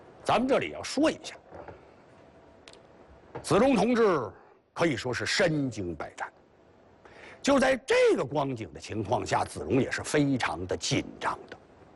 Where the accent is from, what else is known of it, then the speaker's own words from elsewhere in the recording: China; 现在我们中国人